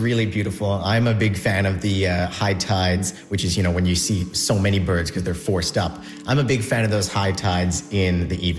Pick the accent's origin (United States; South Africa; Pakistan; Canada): Canada; St. John's, Newfoundland and Labrador; I'm from St. John's, Newfoundland.